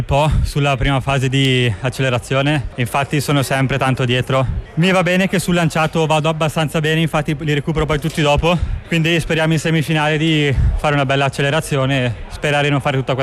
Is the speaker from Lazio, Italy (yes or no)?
no; Brembate di Sopra, Lombardy, Italy; Brembate di Sopra, squadra del mio paese.